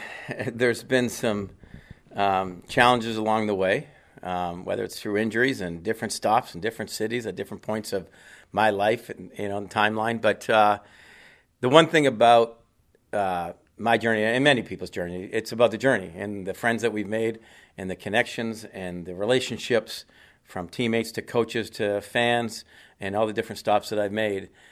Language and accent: English; Chatham, Ontario, Canada; born or raised there